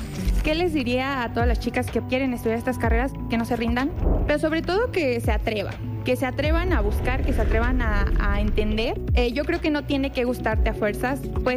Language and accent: Spanish; State of Mexico, Mexico; Crecí en el Estado de México